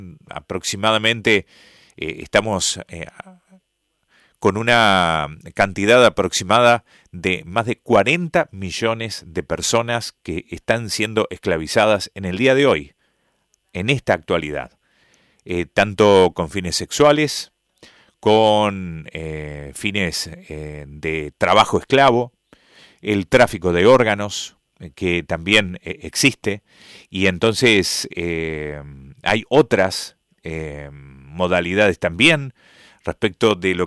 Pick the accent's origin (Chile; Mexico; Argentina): Argentina